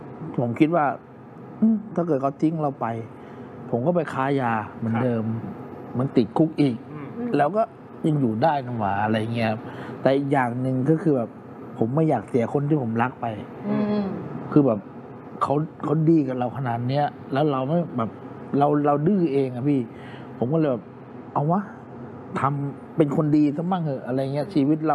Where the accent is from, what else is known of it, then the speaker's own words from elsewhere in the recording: Phetchabun, Thailand; now in Bangkok, Thailand; ผมมาจากเพชรบูรณ์เนี่ยจริงๆแล้วผมมองตรงว่ามีเงินไม่ถึงร้อยเข้ามาอยู่กรุงเทพนะลำบากมาก